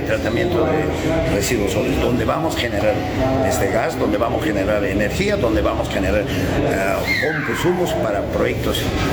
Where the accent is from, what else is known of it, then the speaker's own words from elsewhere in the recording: Olleros, Ancash, Peru; mi pueblo